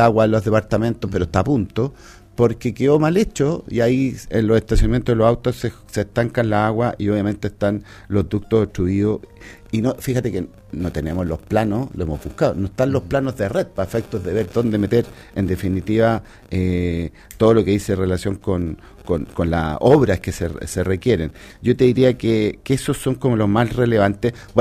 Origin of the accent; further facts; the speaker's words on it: Los Andes, Valparaíso, Chile; Los que somos andinos, nacimos acá, cuando crecimos en los colegios en la época, los 70, 80, sí.